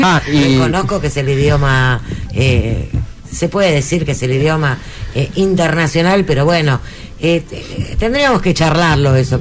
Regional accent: Argentina; nosotros somos argentinos, y Argentina tiene su idiosincrasia, tiene su cultura

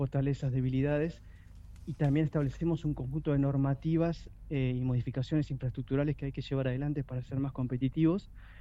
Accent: Ushuaia, Tierra del Fuego, Argentina; yo nací acá en Ushuaia, justo en medio de la guerra de Malvinas, el 16 de abril de 1982

